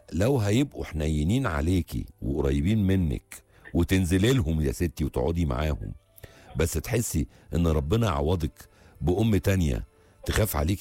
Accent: Egypt; انا عارف ان دي ثقافتنا احنا يا مصريين

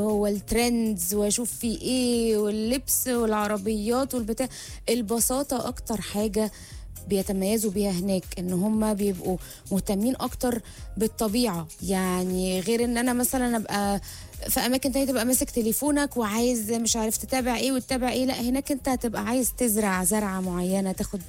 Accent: Egypt; بحبنا كمصريين.

